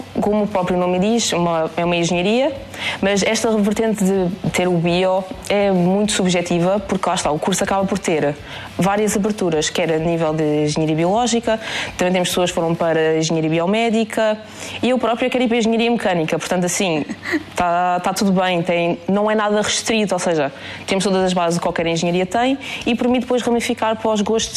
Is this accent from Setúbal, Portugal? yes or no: no; Algarve, Portugal; ainda te sou do Algarve, professora.